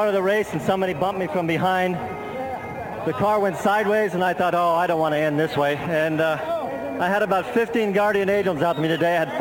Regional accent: Italy; I was raised in Italy

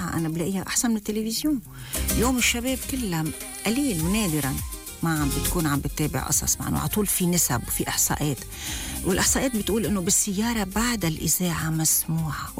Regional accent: Lebanon; نحن لبنانية

